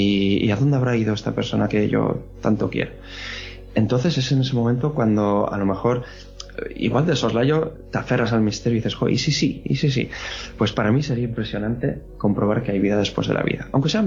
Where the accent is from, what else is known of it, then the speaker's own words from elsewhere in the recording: Basque Country, Spain; es porque yo soy del País Vasco y ahí en esta comunidad autónoma hay una mitología muy rica, muy arcaica